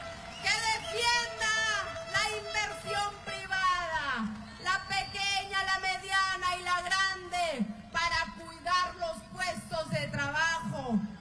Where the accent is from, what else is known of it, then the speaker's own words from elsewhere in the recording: Peru; así somos los peruanos. Los peruanos tenemos esa capacidad para no rendirnos.